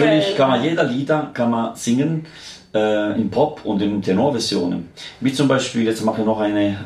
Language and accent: German; Abruzzo, Italy; German is a second language; now in Germany; also wir kommen aus, also ich komme aus Abruzzen, von mir gegenüber von Rom.